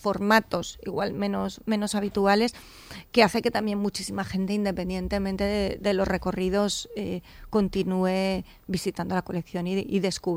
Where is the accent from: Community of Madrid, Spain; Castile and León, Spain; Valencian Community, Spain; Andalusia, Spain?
Castile and León, Spain; Y a pasear por los campos. Es un pueblito de León, un pequeño pueblito por la soba arriba. Y me paso todo el tiempo tranquilamente con mi familia y mi gente en el campo